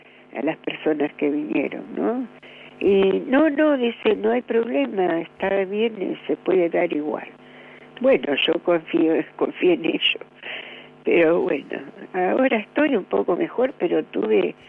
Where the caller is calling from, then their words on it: Avellaneda, Buenos Aires Province, Argentina; soy de Avellaneda.